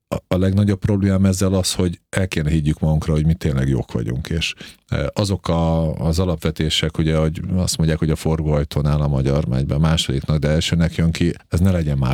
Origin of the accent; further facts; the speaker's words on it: Hungary; én nagyon szeretek itt élni, és én nagyon szeretek magyarnak lenni.